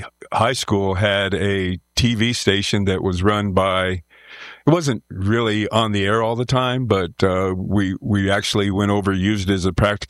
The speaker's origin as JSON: {"language": "English", "town": "Deming", "region": "New Mexico", "country": "United States", "tie": "born or raised there", "said": "I'm born and raised in Deming, New Mexico."}